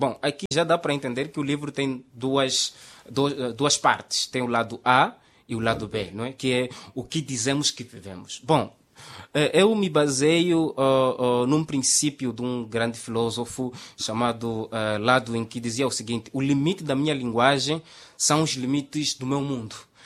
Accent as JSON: {"language": "Portuguese", "town": "Pebane", "region": "Zambezia", "country": "Mozambique", "tie": "born or raised there", "also_born_or_lived": "Bajone, Zambezia", "said": "Entretanto, saí de lá muito cedo e muito pequeno. Fui crescer no distrito de Pebani, onde praticamente desde os meus 11 anos vivo. E estudei lá praticamente toda a minha vida."}